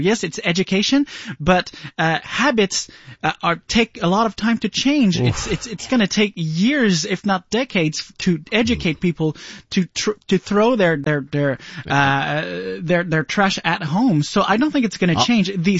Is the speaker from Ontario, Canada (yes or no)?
no; Joliette, Quebec, Canada; moved away as an adult; now in Montreal, Canada; I'm not from Montreal. You know, 20 years ago I moved to Montreal, but I'm originally from Joliet.